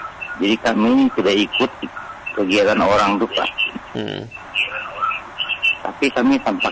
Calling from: Central Kalimantan, Indonesia; Di Kalimantan Tengah.

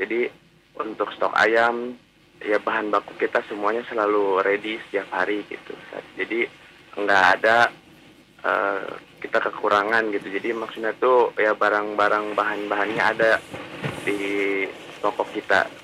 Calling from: Cikarang, West Java, Indonesia; Saya dari Cikarang, Bekasi.

